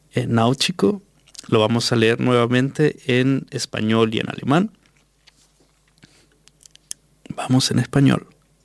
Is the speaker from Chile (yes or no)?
yes; Chile; moved away; Por ejemplo, cuando yo me fui de Chile y dejé muchas cosas abandonadas, uno tiene la ilusión de que desaparecen, ¿no?